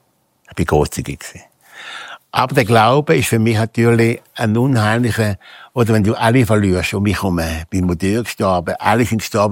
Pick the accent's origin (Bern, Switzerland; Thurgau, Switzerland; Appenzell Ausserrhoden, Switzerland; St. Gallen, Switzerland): Thurgau, Switzerland; Bichelsee-Balterswil; Nicht vergessen, vom Thurgau, von Bichersee, Balterschwil. Und der Thurgau wird meine Heimat bleiben.